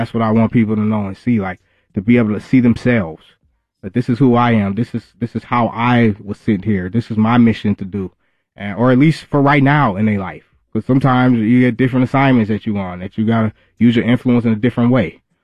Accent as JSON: {"language": "English", "town": "Minneapolis", "region": "Minnesota", "country": "United States", "tie": "born or raised there", "also_born_or_lived": "Atlanta, Georgia", "moved": "as an adult", "said": "I grew up in Minneapolis, Southside Minneapolis. I met my boo back in 2005, who had moved here from the Bahamas, and we got married, and then we moved to Atlanta, Georgia."}